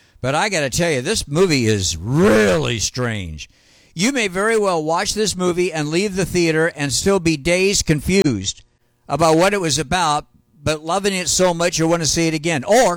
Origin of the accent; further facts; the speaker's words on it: Hawaii, United States; I'm from Hawaii.